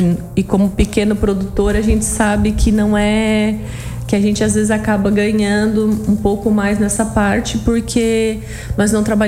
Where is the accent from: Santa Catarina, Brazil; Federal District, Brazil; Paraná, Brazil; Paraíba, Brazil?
Santa Catarina, Brazil; Araranguá; Eu sou do município de Araranguá, né?